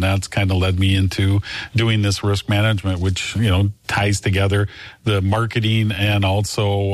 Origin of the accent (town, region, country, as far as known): Milnor, North Dakota, United States; born or raised there